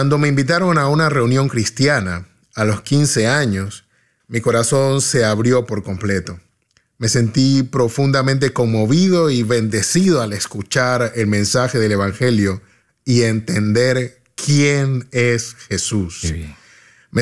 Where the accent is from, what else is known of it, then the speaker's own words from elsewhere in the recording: Gaza Strip, Palestine; Nací y crecí en Gaza.